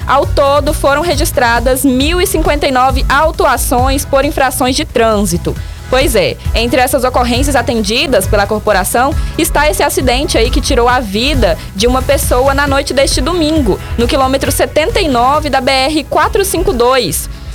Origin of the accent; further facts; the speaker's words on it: Porangatu, Goiás, Brazil; Sou natural de Porangatu